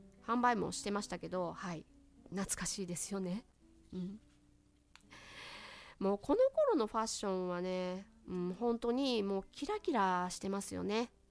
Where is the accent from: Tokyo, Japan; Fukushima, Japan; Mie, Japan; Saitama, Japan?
Mie, Japan; 私はですね三重県の出身なんですけれども、まあ私服の高校でして